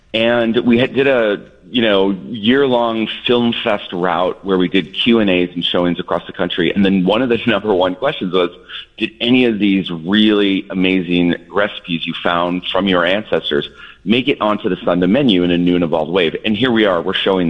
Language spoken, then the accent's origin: English; Chicago, Illinois, United States; born and raised in Chicago, back and forth to the islands of the Philippines my entire life.